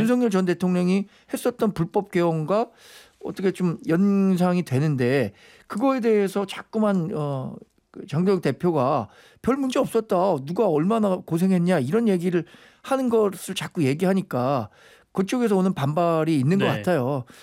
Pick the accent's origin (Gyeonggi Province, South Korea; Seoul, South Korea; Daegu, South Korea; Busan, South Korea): Gyeonggi Province, South Korea; 저는 이제 경기도 출신이니까 어려서부터 왜 이렇게 지역 정치가 공고화될 수밖에 없나 이런 고민을 많이 했는데